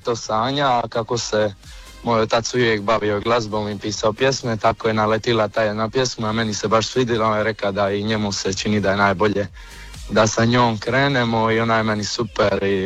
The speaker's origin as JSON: {"language": "Croatian", "region": "Split-Dalmatia County", "country": "Croatia", "tie": "born or raised there", "said": "mladi glazbenik koji živi za glazbu. Zapravo nisam točno iz Splita, nego zapravo sam rodom sa Brača."}